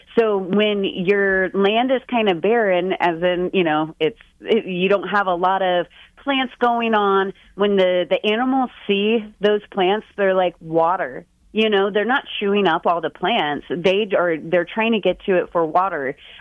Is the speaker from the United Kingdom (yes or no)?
no; the South, United States; I'm from the South